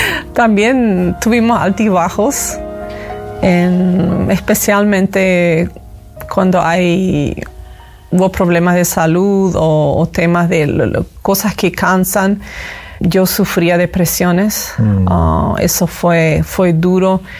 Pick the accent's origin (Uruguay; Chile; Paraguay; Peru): Paraguay; Nací en Paraguay, me crié en Paraguay y soy de una familia de descendiente canadiense, europea.